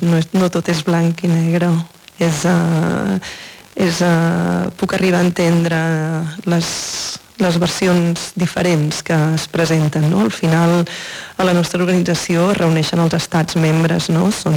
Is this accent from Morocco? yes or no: no; Girona, Catalonia, Spain; also born or lived in Barcelona; Vaig néixer a Barcelona i, sí. I vaig créixer a Girona.